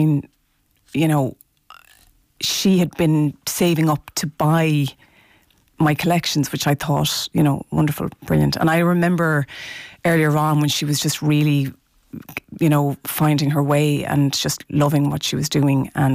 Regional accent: Tuam, Connacht, Ireland; now in Wicklow, Ireland; I grew up in Tuam and I've reconnected with that.

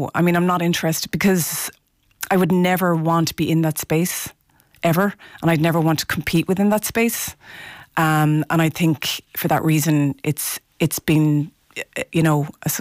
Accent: Tuam, Connacht, Ireland; now in Wicklow, Ireland; I grew up in Tuam and I've reconnected with that.

